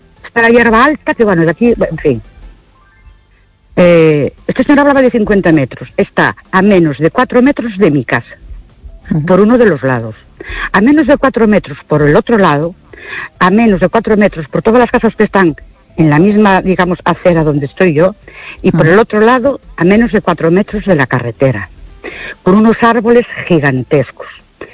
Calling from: Ourense, Galicia, Spain; de Ourense.

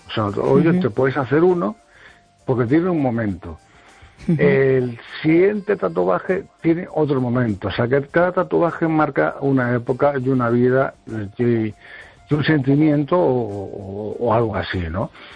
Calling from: Lugo, Galicia, Spain

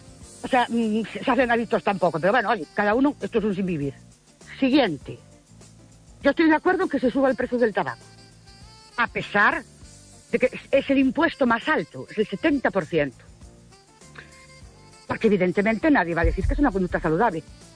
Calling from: Ourense, Galicia, Spain; de Orense otra vez.

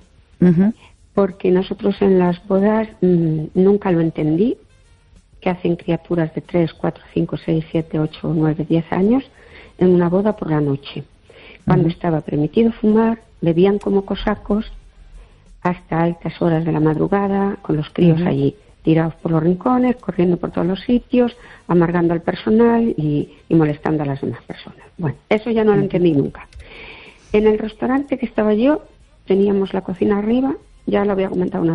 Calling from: Fene, Galicia, Spain

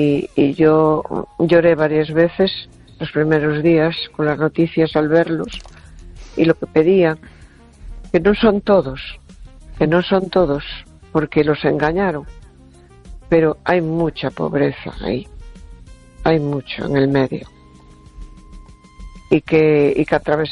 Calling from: A Coruña, Galicia, Spain; de Coruña.

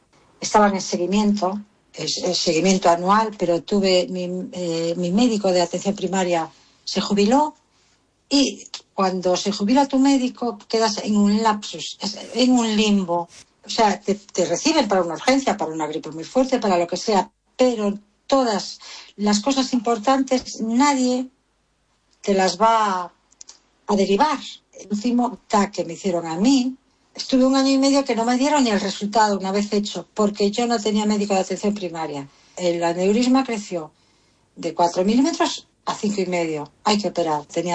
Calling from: Vigo, Galicia, Spain; soy de Vigo

